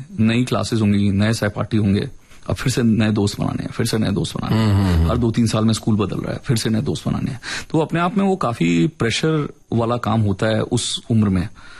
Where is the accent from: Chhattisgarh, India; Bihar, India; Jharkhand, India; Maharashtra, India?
Chhattisgarh, India; Bhilai; एक दशमेश लाइब्रेरी करके हमारे शहर में लाइब्रेरी हुआ करती थी भिलाई में, गोल मार्केट में, बहुत बड़ी लाइब्रेरी थी।